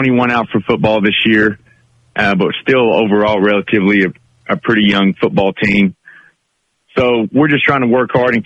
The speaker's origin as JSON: {"language": "English", "town": "Pauls Valley", "region": "Oklahoma", "country": "United States", "moved": "as an adult", "lives_now": "Turpin, United States", "said": "I'm originally from Paul's Valley, Oklahoma, so not originally a panhandle guy, but now that I've been here, my 14th season, I consider myself a panhandle person now"}